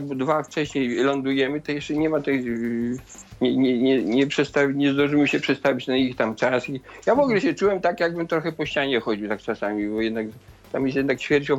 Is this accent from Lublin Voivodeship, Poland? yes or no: yes; Lublin Voivodeship, Poland; moved away; Jest taki bieg w moich rodzinnych stronach, w Poznaniu, w Zamościu.